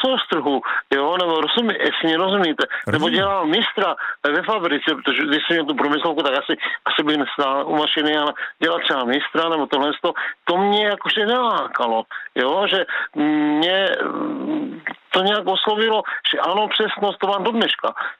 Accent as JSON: {"language": "Czech", "town": "Uherské Hradiště", "region": "Zlín Region", "country": "Czechia", "said": "bylo to ČKD Slavia Motor na Pajedlích, já jsem z Uherského Hradiště. A všichni tam pracovali."}